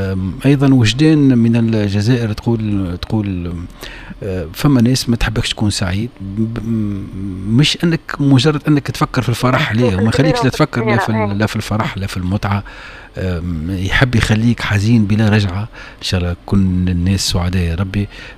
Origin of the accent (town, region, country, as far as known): Tunisia